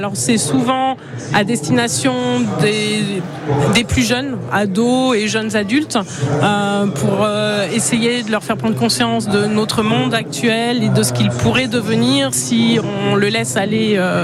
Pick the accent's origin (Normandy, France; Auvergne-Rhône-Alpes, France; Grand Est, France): Auvergne-Rhône-Alpes, France; Grenoble; moved away as an adult; also born or lived in Martinique; now in Bordeaux, France; Oui, tout à fait. Je suis née à Grenoble. J'ai vécu 24 ans. Je suis partie en Martinique. Et quand je suis rentrée sur Bordeaux.